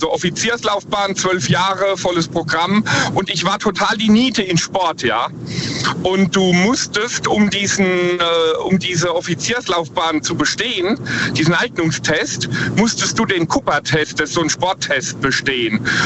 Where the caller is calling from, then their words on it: Ruppertsberg, Rhineland-Palatinate, Germany; Ich komme aus der Ecke Ruppertsberg.